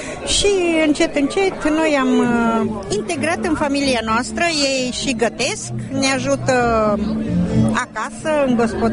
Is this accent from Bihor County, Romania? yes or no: yes; Oradea, Bihor County, Romania; now in Hungary; Din Oradea.